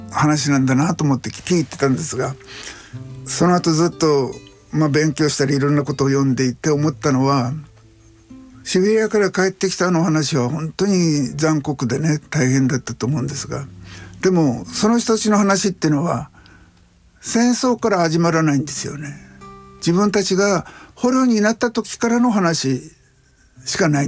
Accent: Yamagata, Japan; 僕はあの小さい時に山形県で育ったんですが、

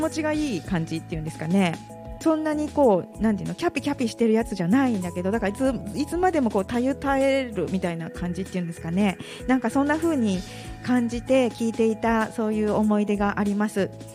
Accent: Kyotango, Kyoto, Japan; moved away; 私も京丹後に戻ってちょっとしてたぐらいなんで

